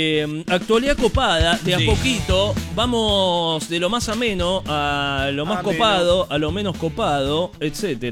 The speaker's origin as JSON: {"language": "Spanish", "country": "Paraguay", "tie": "born or raised there", "said": "En Paraguay, mi tierra natal"}